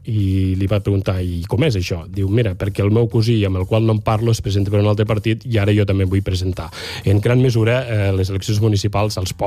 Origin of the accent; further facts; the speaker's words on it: Balaguer, Catalonia, Spain; Ahir mateix el meu poble Balaguer